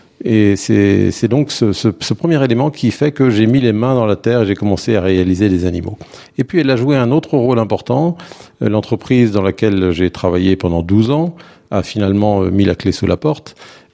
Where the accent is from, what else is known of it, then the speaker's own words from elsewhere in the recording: Rennes, Brittany, France; Mes premiers souvenirs, c'est alors que j'étais encore lycéen à Rennes, où je suis né à Rennes en Bretagne.